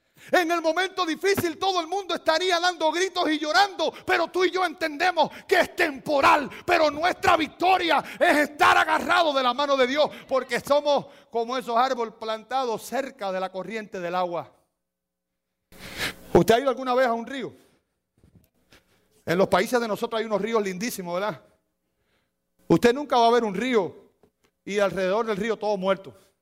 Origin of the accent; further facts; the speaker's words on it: Cuba; moved away as an adult; Yo recuerdo una vez cuando yo llegué, acabo de llegar de Cuba, imagínense usted, yo era todavía, me estaba sacudiendo la sal de los pies.